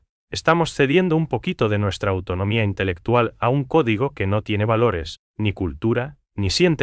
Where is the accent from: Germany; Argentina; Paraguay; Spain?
Paraguay